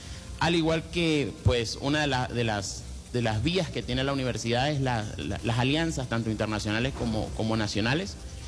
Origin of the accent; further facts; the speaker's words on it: Venezuela; Como venezolanos todos estamos muy sentidos por lo ocurrido